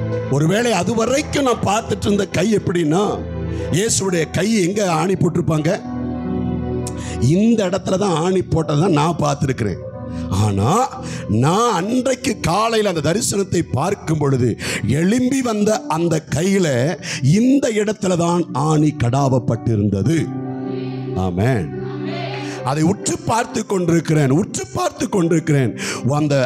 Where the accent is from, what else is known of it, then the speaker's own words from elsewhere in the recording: Kerala, India; என்னுடைய சொந்த ஊர் கேரளா, பக்கத்தில் இருக்குதான ஒரு சின்ன ஊர் கிராமம்